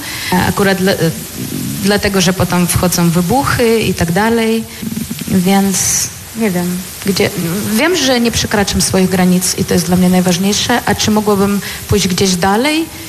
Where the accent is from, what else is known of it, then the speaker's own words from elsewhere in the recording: Ukraine; moved away; bo pochodzę z Ukrainy